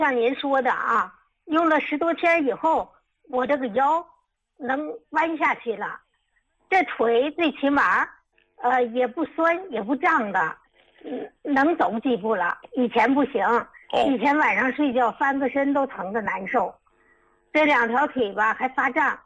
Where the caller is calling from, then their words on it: Harbin, Heilongjiang, China; 我是哈尔滨的啊。